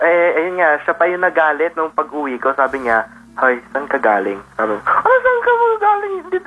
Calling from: Caloocan, Metro Manila, Philippines; galing ako sa Caloocan

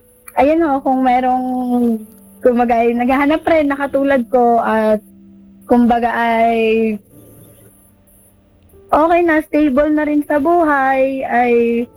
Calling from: Quezon, Philippines; Taga Quezon po ako ho.

